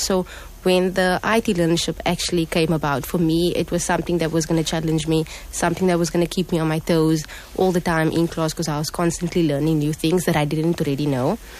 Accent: Cape Town, Western Cape, South Africa; I am from Matroosfontein, which is also based in Elsies River.

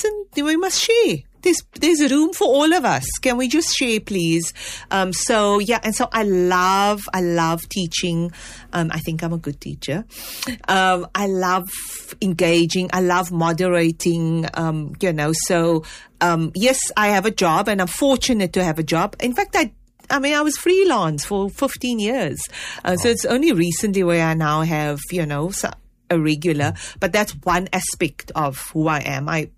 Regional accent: South Africa

